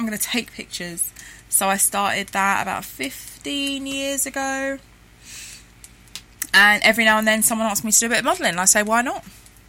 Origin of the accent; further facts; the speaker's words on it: London, United Kingdom; also born or lived in Chichester; I am from South East London.